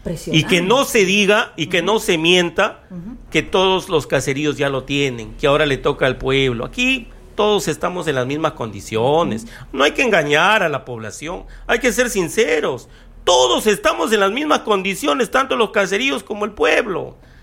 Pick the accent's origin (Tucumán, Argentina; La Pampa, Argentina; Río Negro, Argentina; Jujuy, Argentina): Tucumán, Argentina; Mire, yo invoco a que me crean porque yo soy de Tucumán.